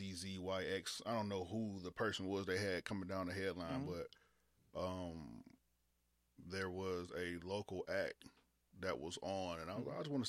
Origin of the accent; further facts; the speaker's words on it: Detroit, Michigan, United States; moved away as an adult; now in Illinois, United States; I'm originally from Michigan.